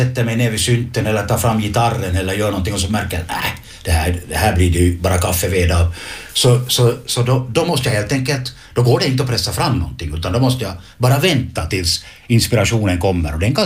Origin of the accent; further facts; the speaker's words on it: Leksand, Dalarna County, Sweden; born there; jag föddes i Leksand.